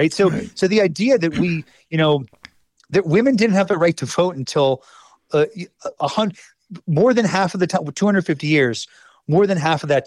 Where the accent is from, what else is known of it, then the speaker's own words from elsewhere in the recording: United States; my pride in being American